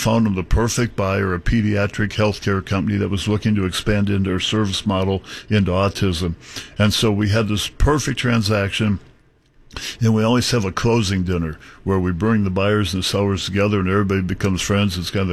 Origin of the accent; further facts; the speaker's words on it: Iowa, United States; I'm from Iowa